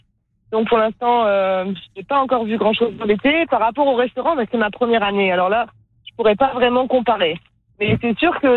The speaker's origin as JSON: {"language": "French", "region": "Provence-Alpes-Côte d'Azur", "country": "France", "lives_now": "Penticton, Canada", "said": "Je viens de Provence et du coup, c'est vrai que ça me rappelle beaucoup ma Provence avec le temps chaud et sec"}